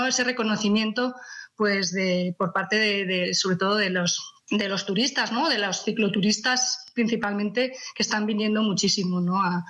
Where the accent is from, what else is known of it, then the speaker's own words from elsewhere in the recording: Estella, Navarre, Spain; born there; Tierra Estella y de mi ciudad, que no he salido más que, bueno, lo justo y necesario, ¿no? Nací aquí y aquí me quedé a vivir, porque, bueno, realmente amo esta ciudad, que es, bueno, pues pequeña, ¿no? Tenemos eso, 14.000 habitantes